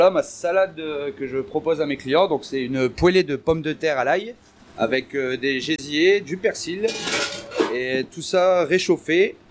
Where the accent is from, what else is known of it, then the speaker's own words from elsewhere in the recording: Gravelines, Hauts-de-France, France; moved away as an adult; now in Lot, France; je viens du Nord-Pas-de-Calais, plus précisément Gravelines.